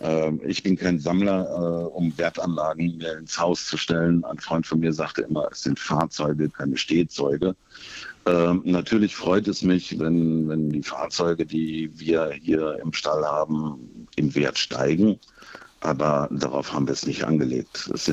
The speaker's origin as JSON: {"language": "German", "region": "North Rhine-Westphalia", "country": "Germany", "tie": "born or raised there", "said": "Als Jugendlicher hatte man bei uns im Ruhrgebiet nicht viele Möglichkeiten, außer mit dem Fahrrad oder den Öffentlichen zu fahren."}